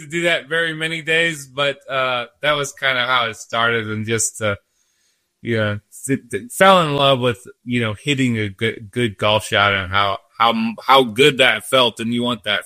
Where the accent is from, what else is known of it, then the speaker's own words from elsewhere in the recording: St. Louis, Missouri, United States; moved away as an adult; I grew up in St. Louis and spent the first 42 years of my life.